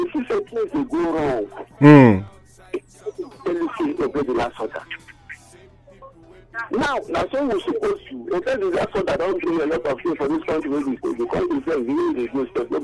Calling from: Bondo, Nigeria; I'm calling you from Bondo.

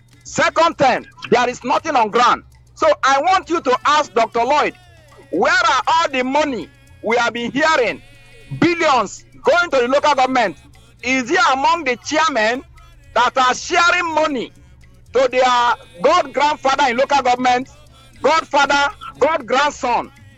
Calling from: Rivers, Nigeria; I am from Rumodogo, precisely in MOA local government.

